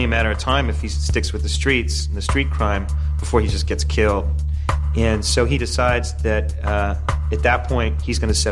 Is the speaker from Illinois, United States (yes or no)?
yes; Chicago, Illinois, United States; It's one of the great capitals of organized crime. Growing up in Bridgeport, there's guys right up the street.